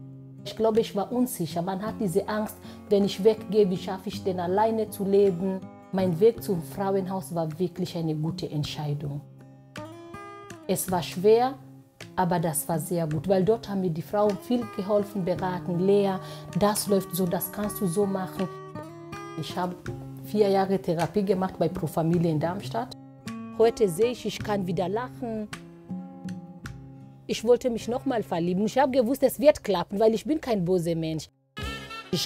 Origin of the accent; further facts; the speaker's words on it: Kenya; now in Germany; Ich komme aus Kenia.